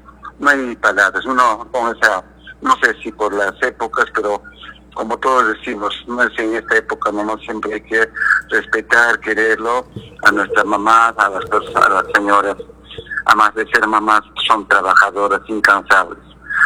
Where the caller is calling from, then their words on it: Coya, Cusco, Peru; Un saludo desde Coya a todas las mamás.